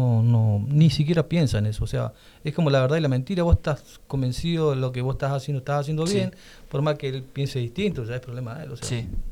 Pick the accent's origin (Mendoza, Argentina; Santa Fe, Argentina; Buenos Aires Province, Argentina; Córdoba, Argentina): Santa Fe, Argentina; es un orgullo para nosotros de acá del norte